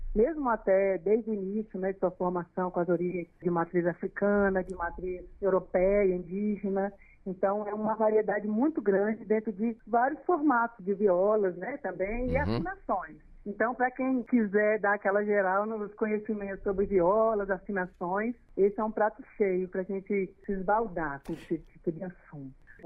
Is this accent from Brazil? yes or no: yes; Brasília, Federal District, Brazil; como eu sou aqui de Brasília, é uma cidade jovem